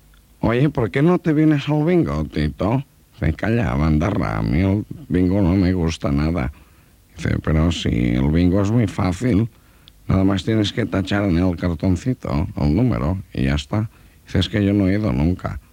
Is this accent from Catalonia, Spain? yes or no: yes; Catalonia, Spain; como dicen en mi tierra, Cataluña